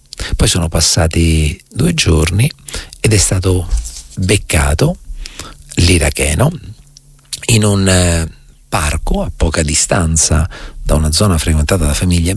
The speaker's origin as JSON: {"language": "Italian", "region": "Marche", "country": "Italy", "said": "Io poi, essendo marchigiano"}